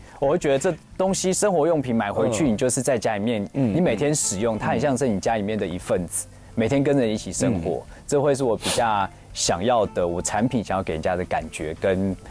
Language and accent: Chinese; Taiwan; 我觉得在台湾长大